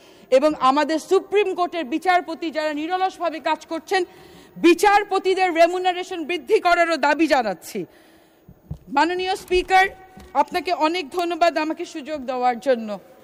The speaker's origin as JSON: {"language": "Bangla", "town": "Panchagarh", "region": "Rangpur Division", "country": "Bangladesh", "said": "আমার নিজ জেলা পঞ্চগড়"}